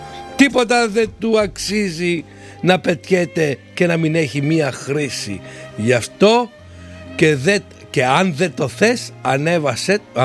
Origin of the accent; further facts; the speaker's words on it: Provlita, Attica, Greece; Εγώ ανυπομονώ να πάω στην Προβλήτα, στο χωριό μου, εκεί που κάνουμε ένα ωραίες βουτιές